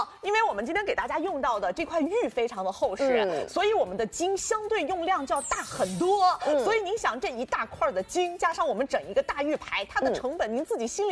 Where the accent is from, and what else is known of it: China